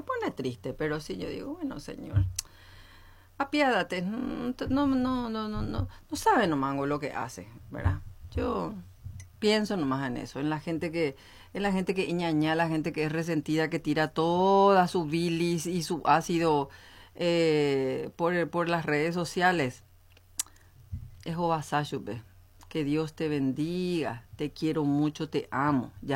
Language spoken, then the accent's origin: Spanish; Paraguay; nosotros tenemos que tragarnos las S, si no, no somos paraguayos